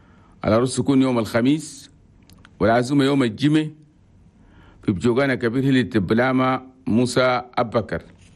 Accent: Chad; وأننا كلنا تشاديين

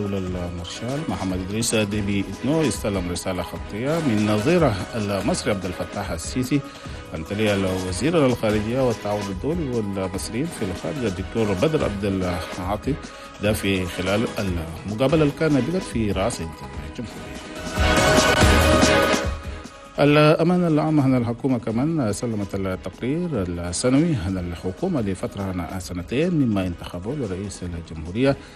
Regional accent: Chad; في بلدنا تشاد.

